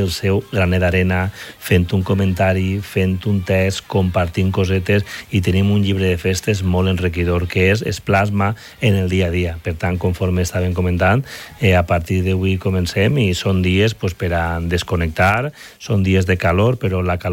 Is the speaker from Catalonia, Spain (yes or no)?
no; Real de Gandia, Valencian Community, Spain; el meu poble, el nostre poble, és un poble molt participatiu